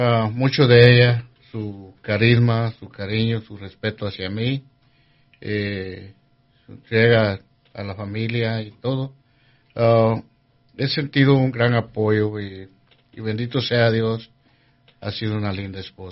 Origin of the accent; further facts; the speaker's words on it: Guatemala; now in Sacramento, United States; en mi país, en Guatemala